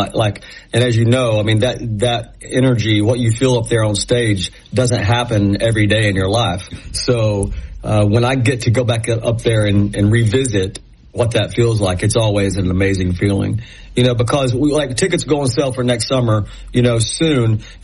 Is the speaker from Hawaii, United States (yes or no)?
no; Knoxville, Tennessee, United States; You know, growing up in East Tennessee and in Knoxville, you know, we didn't have a pro allegiance to anything. It was all just Tennessee football. And we grew up out in the country